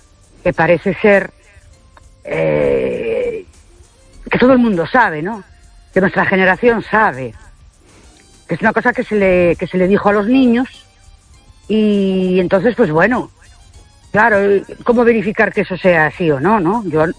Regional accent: Ourense, Galicia, Spain; Buenas noches, perdón, muy … de Ourense.

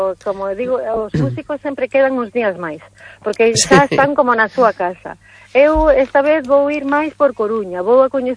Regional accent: Brussels, Brussels-Capital Region, Belgium; Ainda que, cando decimos, somos de Bruselas e nacimos en Bruselas, pois a xente pois está ainda máis, pero como é posible, non?

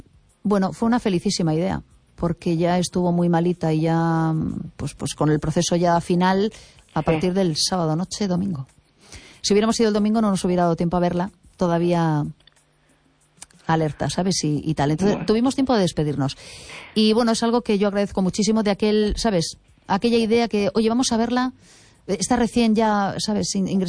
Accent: A Coruña, Galicia, Spain; now in Vigo, Spain; yo soy coruñesa de origen, hoy me siento especialmente coruñesa

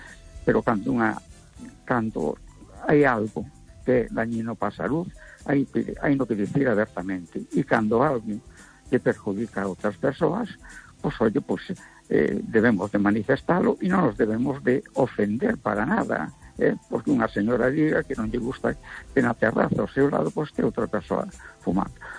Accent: A Coruña, Galicia, Spain; Vamos a ver … de Coruña.

